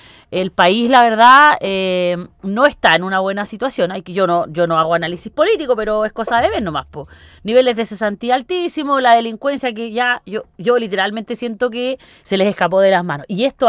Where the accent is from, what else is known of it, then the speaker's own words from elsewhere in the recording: Chile; los que sufrimos somos los pobres chilenos